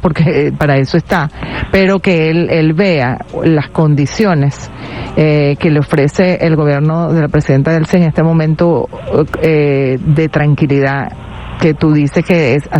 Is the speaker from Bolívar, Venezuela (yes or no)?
yes; Upata, Bolívar, Venezuela; Pero yo sí soy de allí, ¿oíste?